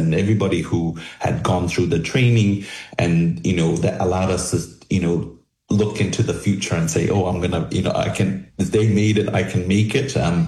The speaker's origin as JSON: {"language": "English", "region": "Tongatapu", "country": "Tonga", "tie": "born or raised there", "said": "Yeah, I was born in Tonga."}